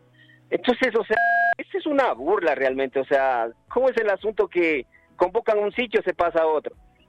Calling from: Quito, Pichincha, Ecuador; saludándoles desde el punto más importante del planeta, en este caso la parroquia San Antonio de Pichincha.

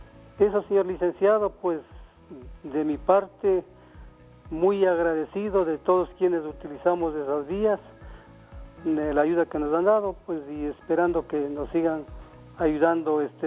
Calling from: Tumbaco, Pichincha, Ecuador; le saluda de Tumbaco.

